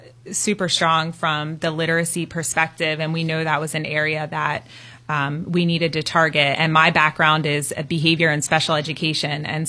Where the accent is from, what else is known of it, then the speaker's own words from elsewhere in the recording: Littlestown, Pennsylvania, United States; moved away as an adult; now in St. Johns County, Florida, United States; I am from Pennsylvania, a one-stoplight town called Littlestown, and I've been here for about 6 years.